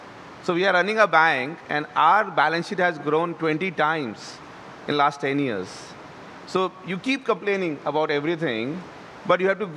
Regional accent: Rajasthan, India; I am from Rajasthan, right? And Rajasthan population is close to 8 crore. I'd done a business there for 20 years, from 96 to 2016 as NBFC.

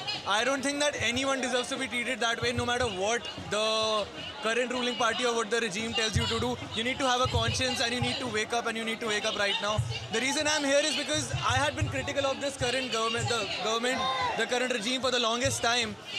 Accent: Delhi, India; I've been born and brought up in Delhi

